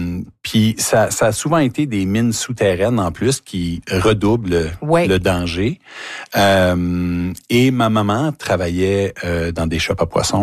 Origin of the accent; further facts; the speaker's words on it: Grande-Anse, New Brunswick, Canada; Toute ma vie à Grand-Anse, ma maman vient d'Anse Bleue.